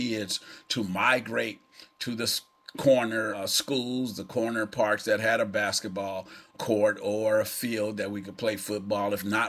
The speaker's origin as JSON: {"language": "English", "town": "Oakland", "region": "California", "country": "United States", "tie": "born or raised there", "said": "I grew up in Oakland, from the streets of Oakland, started, you know, just personally, not proud of it, but getting into trouble at an early age"}